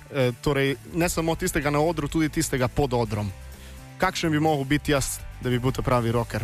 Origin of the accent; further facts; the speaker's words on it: Primorska, Slovenia; koliko smo Primorci rock narod?